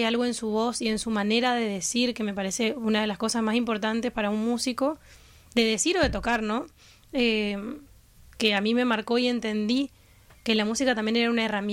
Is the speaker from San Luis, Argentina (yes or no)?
no; Resistencia, Chaco, Argentina; soy de Resistencia, Chaco, pero mis abuelos vinieron de Paraguay.